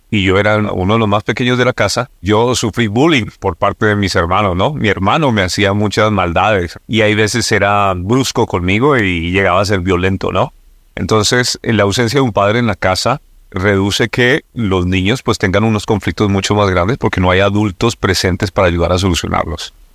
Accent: Bogotá, Colombia; yo soy de Bogotá, Colombia. Nací por allá en el año 77. Yo tengo cuatro hermanos. Nací en una familia que no era cristiana

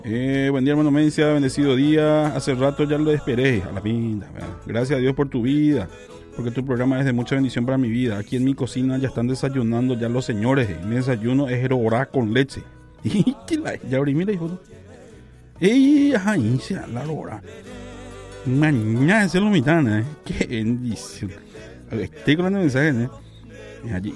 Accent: Paraguay; paraguayo, soy paraguayo, de higa allá.

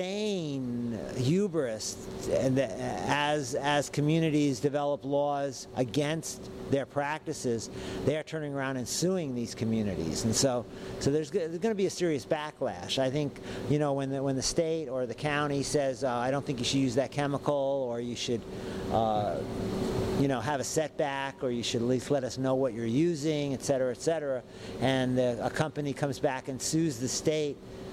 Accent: New York, United States; born there; now in Hawaii, United States; Now obviously I'm a white guy. I was born in New York. My relatives fled Ukraine, I guess, back in the beginning of the 20th century. So I'm not really Hawaiian, but I've been here since 70.

